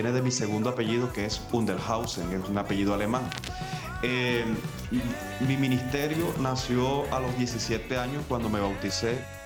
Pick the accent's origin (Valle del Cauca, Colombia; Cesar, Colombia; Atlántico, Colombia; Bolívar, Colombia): Cesar, Colombia; Valledupar; also born or lived in Tamalameque; Soy de Valledupar, pero nací en Tamalameque, Cesar.